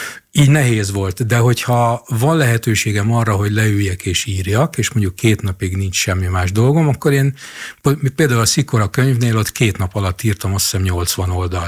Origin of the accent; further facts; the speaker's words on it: Jászberény, Jász-Nagykun-Szolnok, Hungary; moved away; hát én Jászberényi gyerek vagyok